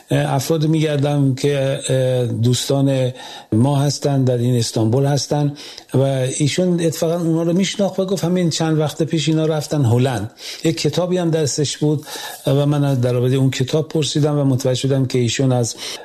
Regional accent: Semirom, Isfahan, Iran; moved away as an adult; من زاده سمیرام هستم، در میان کوهای زاگرس بزرگ شدم و با چنین طبیعتی آشنا بودم

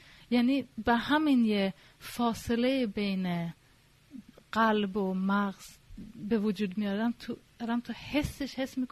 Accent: Stockholm, Stockholm County, Sweden; من آخه توی استکهلم بزرگ شدم، توی یه امرودهی که خیلی سوئدی زیاد بود توش، میاد کلاس بود.

